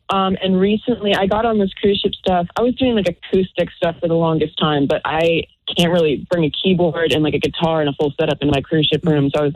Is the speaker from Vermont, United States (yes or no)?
yes; Vermont, United States; now in Nashville, United States; Yeah, I'm from Vermont. Yeah, I moved to Nashville last year to.